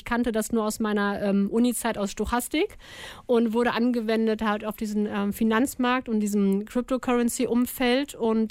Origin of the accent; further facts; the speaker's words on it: Gütersloh, North Rhine-Westphalia, Germany; moved away as an adult; also born or lived in Hamburg / Münster; now in Bielefeld, Germany; ich bin in Gütersloh aufgewachsen, aber zurückgekommen nach Gütersloh Bielefeld bin ich natürlich auch für den Job, aber auch der Liebe wegen. Weil mein damaliger Freund lebte in Münster und ich in Hamburg